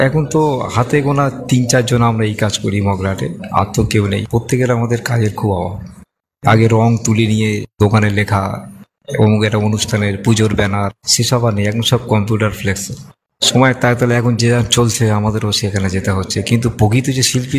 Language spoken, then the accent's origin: Bangla; Magrahat, West Bengal, India; আমার বাড়ি মগরাহাট